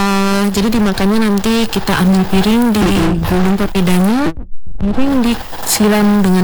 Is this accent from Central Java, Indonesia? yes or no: yes; Central Java, Indonesia; now in Manokwari, Indonesia; Saya malah dari Jawa Tengah.